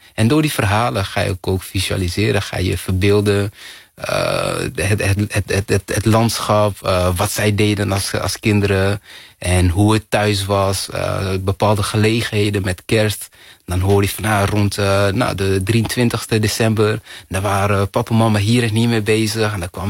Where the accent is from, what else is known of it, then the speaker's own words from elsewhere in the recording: Netherlands; born there; also born or lived in Rwanda / Congo; Tussen Rwanda, Congo en andere landen op het continent Afrika. Tot ik op een gegeven moment als 7,5-jarig jongetje hier in Nederland kwam.